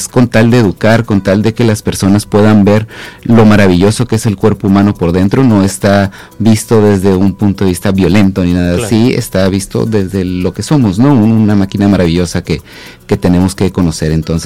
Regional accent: Ensenada, Baja California, Mexico; nosotros aquí los ensenadenses tenemos el Museo del Caracol

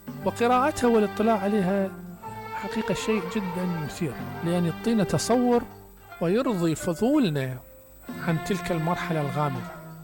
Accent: Iraq; بلادنا الحبيبة، بلاد ممتدة وضاربة في عمق التاريخ

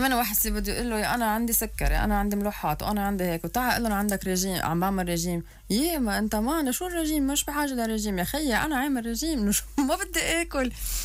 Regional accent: Lebanon; نحن لبنانية

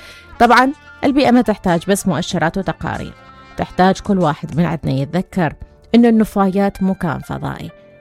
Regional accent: Iraq; بلدنا العراق

